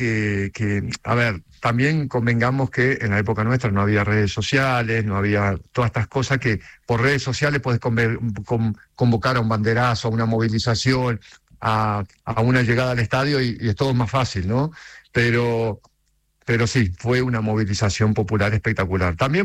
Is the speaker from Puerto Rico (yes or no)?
no; Uruguay; A ver, nosotros como uruguayos, a ver, sabemos que el público uruguayo es un público muy crítico